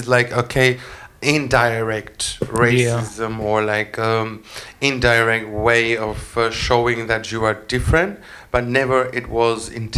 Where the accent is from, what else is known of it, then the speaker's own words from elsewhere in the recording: Greece; now in Germany; I said at the beginning of the podcast today, I come from Greece. When I moved to Germany, I heard someone telling me, go back to Syria. And I was like, I'm not from Syria?